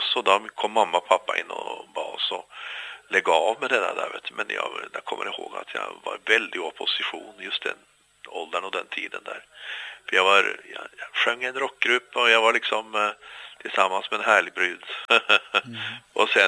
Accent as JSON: {"language": "Swedish", "region": "Oslo", "country": "Norway", "tie": "born or raised there", "also_born_or_lived": "Tromsø", "said": "blev född närheten av Tromsö. Jag flyttade faktiskt ner med familjen när jag var 3 år gammal bara. Mm. Så jag har vuxit upp i Oslo."}